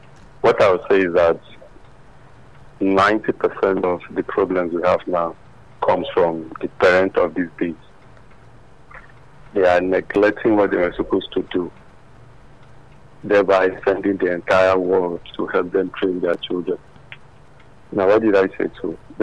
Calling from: Nigeria; I'm calling from Kola.

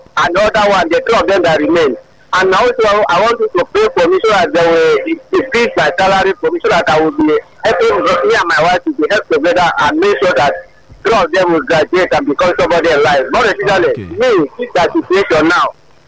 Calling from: Ogun, Nigeria; I'm calling from Ogun State.

